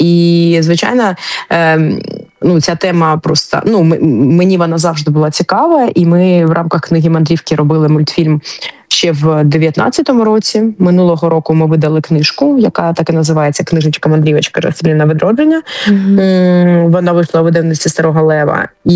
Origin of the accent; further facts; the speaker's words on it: Kharkiv, Kharkiv Oblast, Ukraine; moved away as an adult; Я народилася в Харкові і дуже довгий час жила в Харкові і закінчила університет. Тобто, ну, можна сказати, там 24-25 років жила.